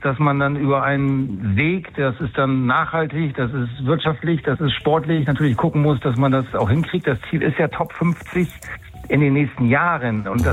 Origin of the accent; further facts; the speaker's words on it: Bremen, Germany; so gesehen passe ich als Bremer, glaube ich, ganz gut hierher.